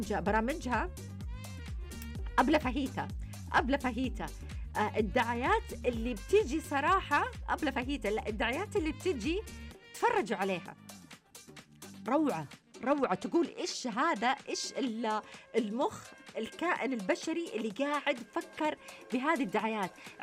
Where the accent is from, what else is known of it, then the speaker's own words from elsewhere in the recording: Saudi Arabia; عندنا في السعودية